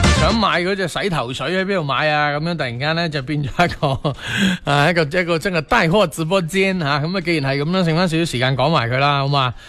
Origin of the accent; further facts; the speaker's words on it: Guangdong, China; 好符合我哋广东人嘅一个无论情绪价值定系一个清洁价值嘅呢个产品啊